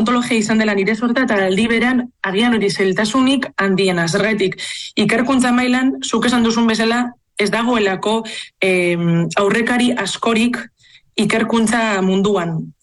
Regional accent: Bilbao, Basque Country, Spain; born there; eta Bilbon jaio nintzen, 1974. urtean.

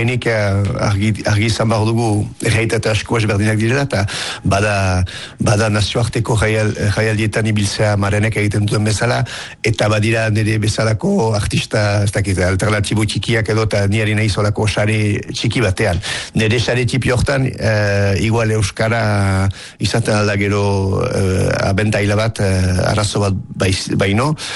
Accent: Bayonne, Nouvelle-Aquitaine, France; bizitzea eskualde batean, Baiona bezalako hiri batean, txikia nintzenean, nun euskalduna girela 100%

